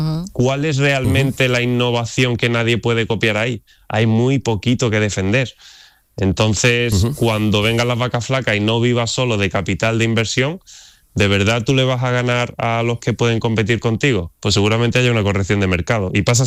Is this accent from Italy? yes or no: no; Andalusia, Spain; La verdad que me sorprendió porque, aun siendo andaluz y todo, era mi primera vez en el Al-Andalus.